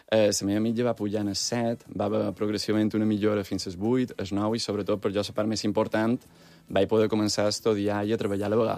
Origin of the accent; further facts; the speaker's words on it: Palma, Balearic Islands, Spain; nosaltres som mallorquins. Jo sóc d'aquí de Palma i la Magdalena és de Porreres.